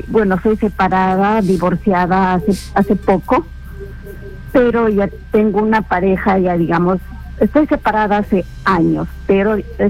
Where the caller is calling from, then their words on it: Lima, Peru; Te llamo de Los Olivos.